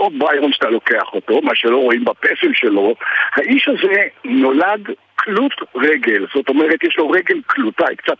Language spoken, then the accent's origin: Hebrew; Greece; אם לא הייתי יווני, הייתי נעלב.